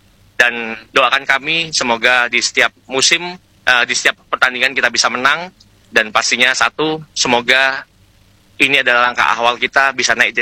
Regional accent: Lamongan, East Java, Indonesia; ini adalah kebanggaan kita, warga Lamongan.

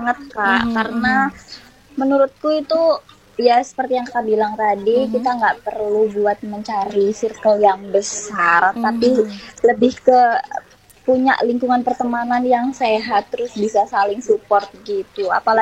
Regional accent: Lamongan, East Java, Indonesia; now in Surabaya, Indonesia; Dan saya dari Lamongan. Sekarang tinggalnya di Surabaya.

